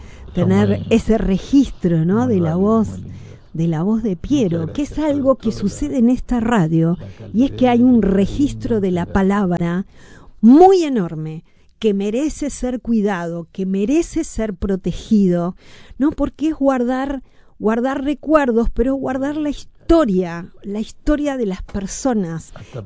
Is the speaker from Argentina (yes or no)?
yes; Buenos Aires, Argentina; born there; yo vivo en Tamborín entre Capdevila y Colodrero.